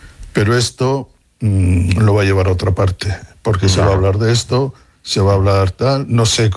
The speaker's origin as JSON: {"language": "Spanish", "country": "Spain", "said": "Yo, sinceramente, como español, lo dijeron muy mal"}